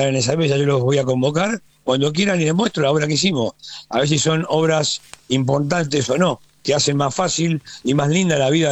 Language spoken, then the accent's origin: Spanish; Buenos Aires Province, Argentina; yo soy bonaerense, en la provincia de Buenos Aires la mandó a la B.